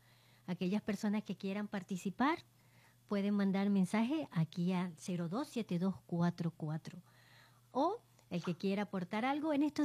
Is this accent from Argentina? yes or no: no; Venezuela; Por eso somos venezolanos.